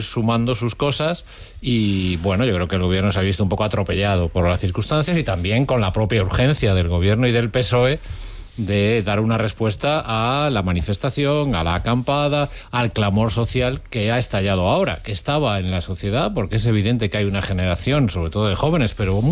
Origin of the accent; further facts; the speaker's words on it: Vigo, Galicia, Spain; soy de Vigo.